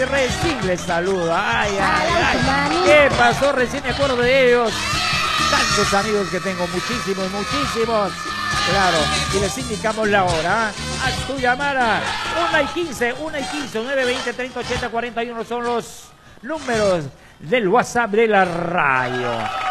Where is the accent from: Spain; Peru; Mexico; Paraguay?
Peru; porque son peruanos igual que yo. Claro, pero en mi calle, en mi pasaje, solamente dos peruanitos.